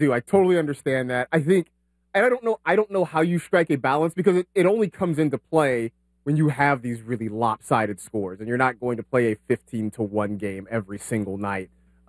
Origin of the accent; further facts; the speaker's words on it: California, United States; So, I grew up in the Bay Area, so we had both. We had the A's and the Giants.